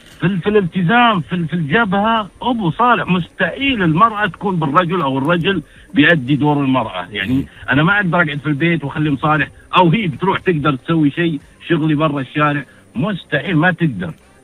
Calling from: Saudi Arabia; كان عندنا في السعودية يمكن الحرمة ما كانت تسوق عندنا في السعودية.

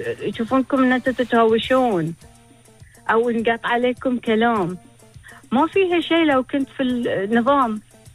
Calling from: Bahrain; إحنا بحرينيين

